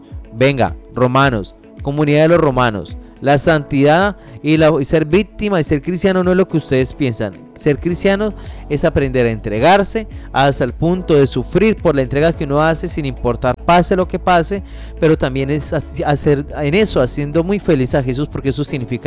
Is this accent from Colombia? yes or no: yes; Colombia